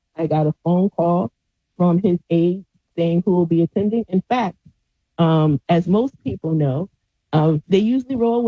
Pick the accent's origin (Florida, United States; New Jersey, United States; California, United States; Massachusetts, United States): New Jersey, United States; Asbury Park; I'm from Asbury Park.